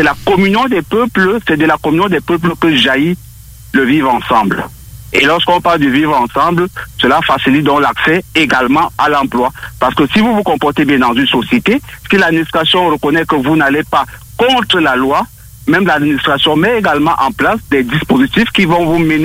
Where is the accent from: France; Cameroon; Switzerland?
Cameroon; moved away as an adult; now in Lévis, Canada; Ça fait 3 mois exactement que je suis installé à Lévis. Et je le précise venant directement de mon pays d'origine, qui est le Cameroun.